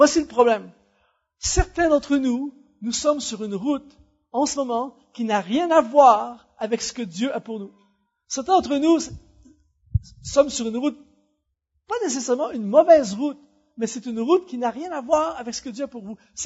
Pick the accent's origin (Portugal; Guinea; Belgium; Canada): Canada; j'ai vécu une expérience de fou chez nous au Canada il y a quelques mois de ça